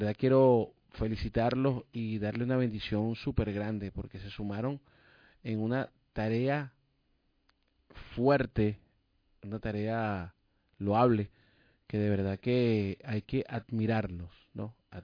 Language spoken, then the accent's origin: Spanish; Venezuela; nosotros como venezolanos nos sumamos a esa buena causa